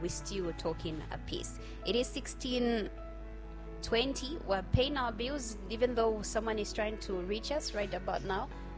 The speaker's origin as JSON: {"language": "English", "region": "Eastern Province", "country": "Zambia", "said": "because I'm from the east."}